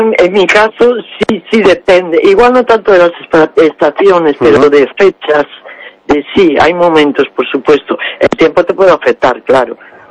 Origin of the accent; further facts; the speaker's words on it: Vigo, Galicia, Spain; moved away as an adult; now in Ourense, Spain; Yo, por ejemplo, soy de Vigo. Yo cuando me vine a vivir para Orense, a mí me costó un mundo adaptarme al clima.